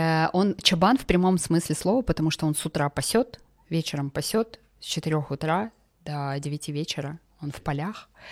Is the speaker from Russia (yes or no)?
no; Zhanaarka, Karaganda Region, Kazakhstan; Мы из Жанарки, с Карагандинской области. Это даже Джасказганская область. Мы из маленького поселка.